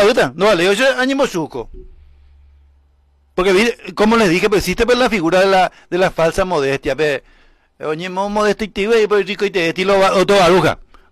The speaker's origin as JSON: {"language": "Spanish", "region": "Paraguarí", "country": "Paraguay"}